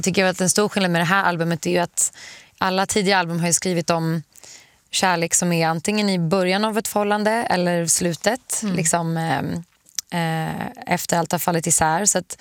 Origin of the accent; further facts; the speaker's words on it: Sweden; now in Los Angeles, United States; Alltså, när jag är här, när jag är i Sverige, tycker jag att det är så himla skönt att kunna bara promenera överallt